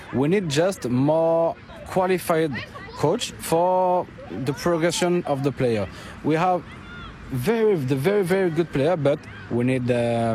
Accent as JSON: {"language": "English", "country": "France", "second_language": "English", "lives_now": "Australia", "said": "Yes, it's very different because I come from France. It's very, very different because it's not the same culture."}